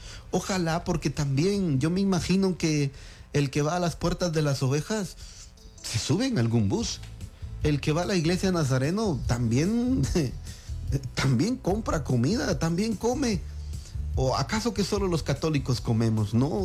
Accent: Baja Verapaz, Guatemala; now in Alta Verapaz, Guatemala; Yo no soy de Alta Verapaz, pero yo ya me considero vecino de Alta Verapaz. Yo soy de Baja Verapaz

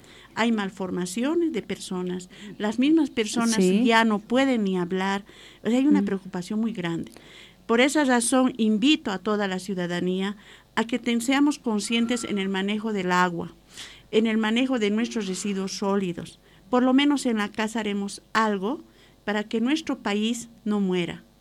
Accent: Poopó, Oruro, Bolivia; soy de Popó, venimos también de Oruro

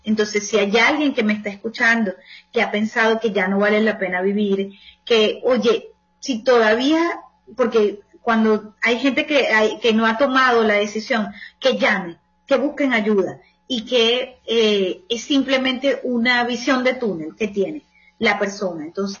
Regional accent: Venezuela; soy venezolana

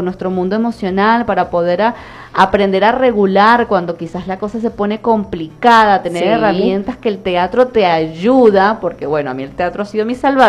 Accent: El Tigre, Anzoátegui, Venezuela

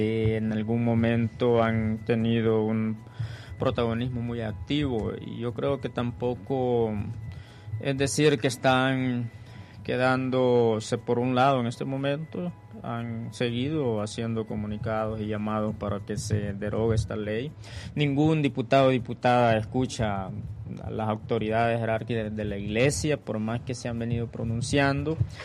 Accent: El Salvador; somos salvadoreños

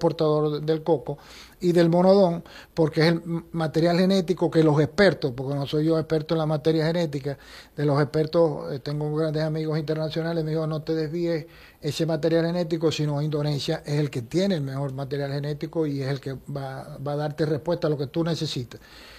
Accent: Venezuela; Eso somos nosotros los venezolanos persistentes

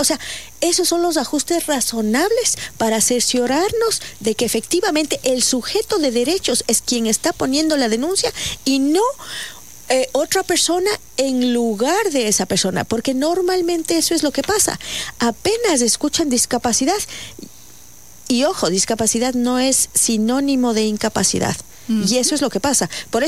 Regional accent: Quito, Pichincha, Ecuador; soy quiteña, pero ibarreña de corazón, no. Como verás, porque yo, bueno, mi familia sí es ibarreña, mi familia materna y paterna son ibarreños, y yo siempre quise nacer en Ibarra.

